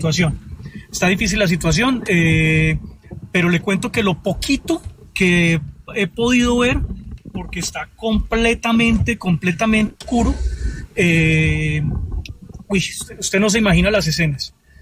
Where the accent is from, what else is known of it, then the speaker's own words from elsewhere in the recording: Pereira, Risaralda, Colombia; moved away; yo soy de Pereira, y antes de irme para otro lado, pues viví aquí mucho tiempo y me conozco muy bien la ciudad